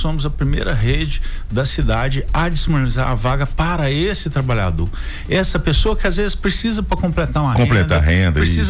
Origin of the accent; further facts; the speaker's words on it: Caratinga, Minas Gerais, Brazil; also born or lived in Inhapim; nós somos de Caratinga, nós somos do Inhapim